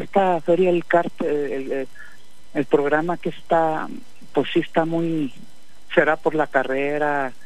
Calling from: Fresnillo, Zacatecas, Mexico; De aquí de Fresnillo

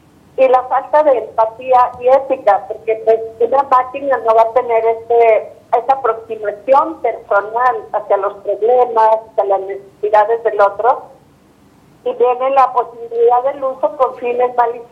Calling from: Ciudad Juárez, Chihuahua, Mexico; Estoy en Juárez, ya no he salido.

